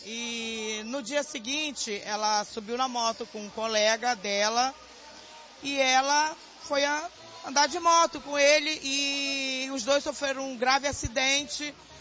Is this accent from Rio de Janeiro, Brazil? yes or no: yes; Nova Iguaçu, Rio de Janeiro, Brazil; Eu sou de Nova Iguaçu, Corumbá.